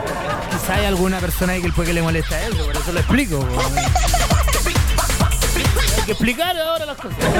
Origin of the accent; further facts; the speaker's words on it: Quilpué, Valparaíso, Chile; en Quilpué. Mi pueblo